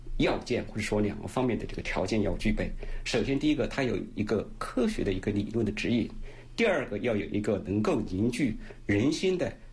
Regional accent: China

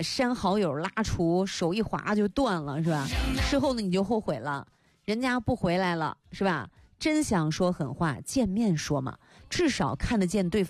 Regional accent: Shaanxi, China; 就会把我们陕北的文化传播到哪里，让更多的人喜欢上我们的陕北文化。

